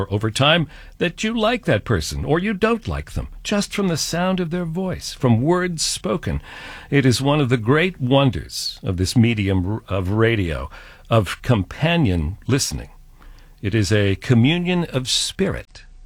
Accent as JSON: {"language": "English", "town": "Scottsbluff", "region": "Nebraska", "country": "United States", "tie": "born or raised there", "also_born_or_lived": "Omaha, Nebraska / Freeport, Long Island", "moved": "as an adult", "lives_now": "New York, United States", "said": "This is the end of a journey for me in broadcasting that began nearly 50 years ago in my hometown of Scotts Bluff, Nebraska"}